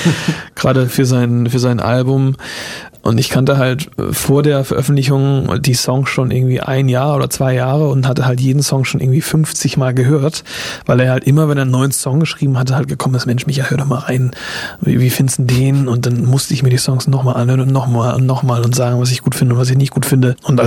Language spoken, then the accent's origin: German; Karlsruhe, Baden-Württemberg, Germany; ich komme aus Karlsruhe